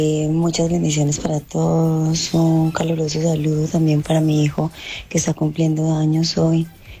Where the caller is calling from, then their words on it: Porto, Norte, Portugal; Desde Porto, escuché.